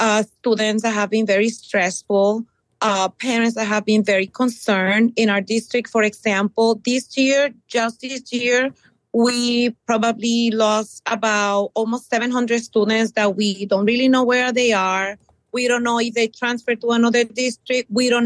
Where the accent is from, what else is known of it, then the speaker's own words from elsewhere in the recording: Puerto Rico; born there; I was born in Puerto Rico. And I share with them, even though I am a legal citizen because I was born in Puerto Rico